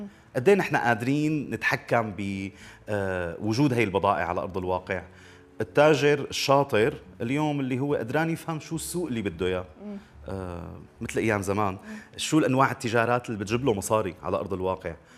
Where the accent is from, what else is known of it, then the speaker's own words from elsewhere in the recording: Syria; عندنا بسوريا